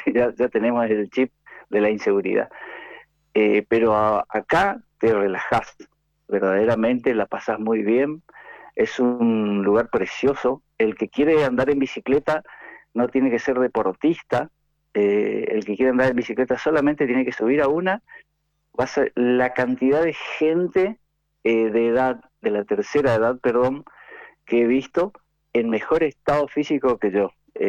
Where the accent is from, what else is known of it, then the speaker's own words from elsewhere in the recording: Posadas, Misiones, Argentina; now in Buenos Aires, Argentina; Yo me vine de Posadas como que estuviera ahí, a hacer la especialidad en el Hospital Tornú